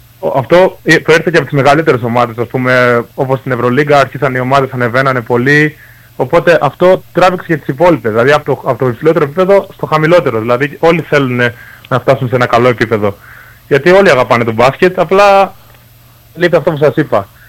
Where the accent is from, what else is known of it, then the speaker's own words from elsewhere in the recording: Crete, Greece; Η Κρήτη είναι ο τόπος μου, εδώ μεγάλωσα, την αγαπάω πάρα πολύ.